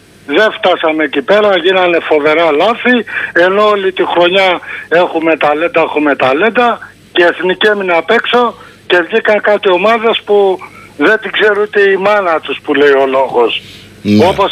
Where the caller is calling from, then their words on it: Acharnes, Attica, Greece; και είμαι από το Μενίδη.